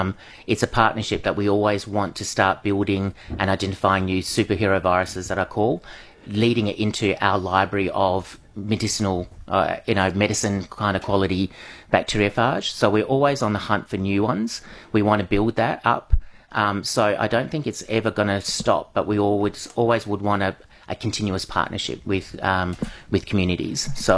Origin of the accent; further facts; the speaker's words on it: Perth, Western Australia, Australia; initially I'm from Perth